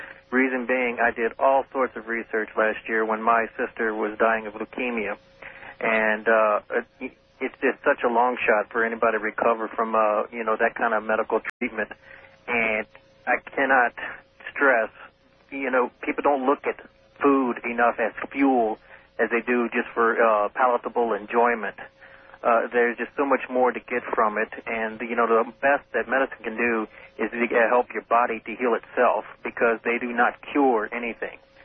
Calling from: New Orleans, Louisiana, United States; Hi, Meister. This is … in New Orleans.

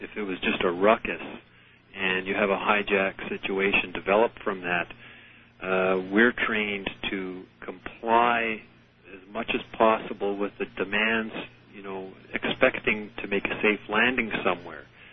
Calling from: Temagami, Ontario, Canada; I'm calling from Temagami, Ontario, Canada.

